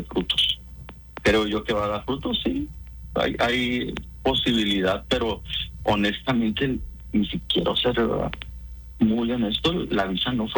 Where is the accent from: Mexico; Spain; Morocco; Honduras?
Mexico; Ciudad Juárez, Chihuahua; yo soy de Juárez